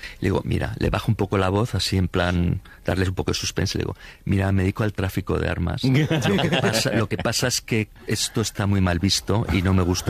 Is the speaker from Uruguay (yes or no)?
no; Spain; cómo es posible que en mi país hayamos acabado una guerra civil en el siglo pasado, qué sé, en el 36, o si quieres llevarlo al final de la dictadura, ¿no?